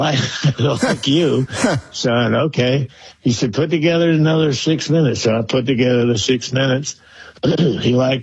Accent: Georgia, United States; My heritage, the South, growing up in Georgia.

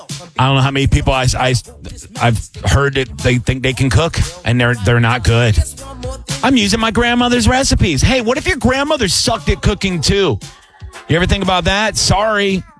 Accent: Tampa, Florida, United States; I was always a big kid, fat kid, obviously, but I was a little scrappy, growing up in Seminole Heights.

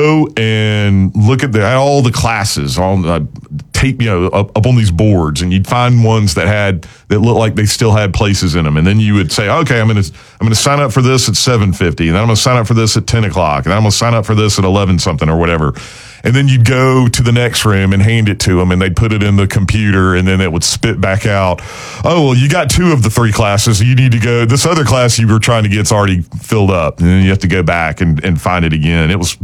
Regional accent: Spartanburg, South Carolina, United States; We come from Spartanburg down to Russell.

